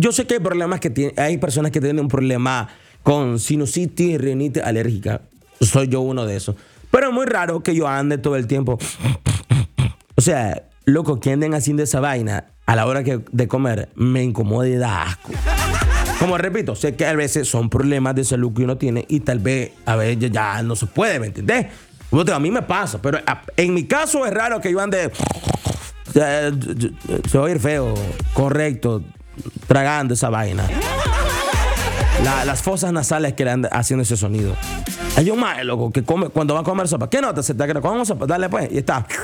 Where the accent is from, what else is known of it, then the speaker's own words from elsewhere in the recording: Nicaragua; Mira, aquí estamos así. Somos nica, pero es que no.